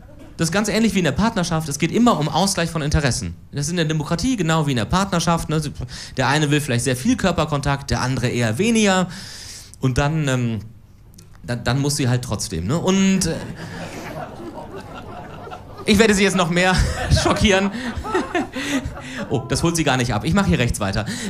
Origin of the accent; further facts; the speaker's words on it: Cologne, North Rhine-Westphalia, Germany; Aber ich glaube schon, dass ich als Kölner zwar irgendwann in Köln leben werde